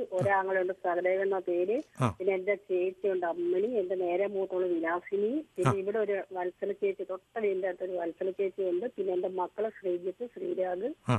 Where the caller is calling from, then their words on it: Thiruvananthapuram, Kerala, India; ഞാൻ തിരുവനന്തപുരം